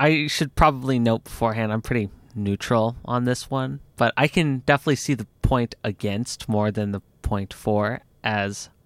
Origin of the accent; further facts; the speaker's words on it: Michigan, United States; when I was growing up, right, at least, the UP was a music desert.